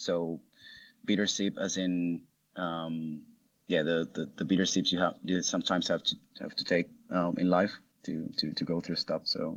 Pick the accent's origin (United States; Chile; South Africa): Chile; now in Australia; I come from Chile